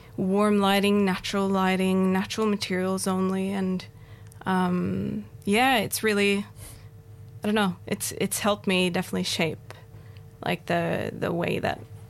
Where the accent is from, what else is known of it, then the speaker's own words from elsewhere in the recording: Norway; moved away; inspired by our time living in Norway together. Obviously, I'm from Norway